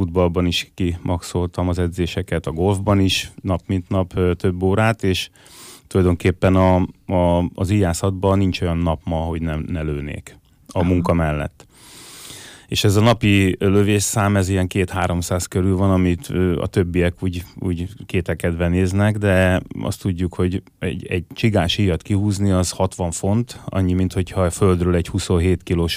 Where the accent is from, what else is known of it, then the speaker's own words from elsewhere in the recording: Paks, Tolna, Hungary; born there; also born or lived in Pusztaencse; now in Telki, Hungary; Én csak Pakson születtem.